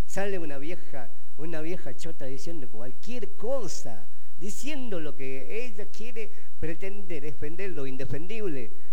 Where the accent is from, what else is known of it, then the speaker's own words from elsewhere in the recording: Argentina; Simplemente porque soy argentino y porque siempre defendí a mi país.